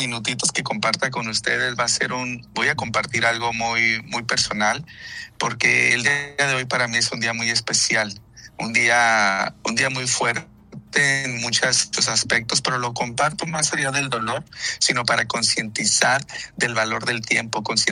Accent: Mexicali, Baja California, Mexico; now in San Diego, United States; soy de Mexicali originalmente, pues imagínate, estoy recordándome de mis raíces, mucho calor, jamás había sentido ese calor por acá en San Diego tan fuerte, que ahorita estoy precisamente en el parque caminando

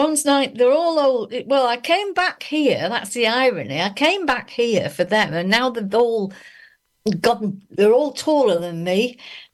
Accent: Leicester, East Midlands, United Kingdom; I lived on the Narborough Road.

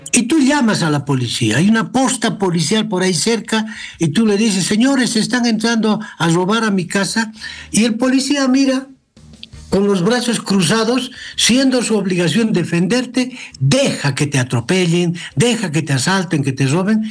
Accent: Bolivia; los demás no somos bolivianos para ellos

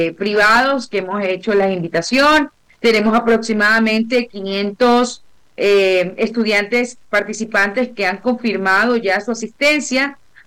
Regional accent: Manabí, Ecuador

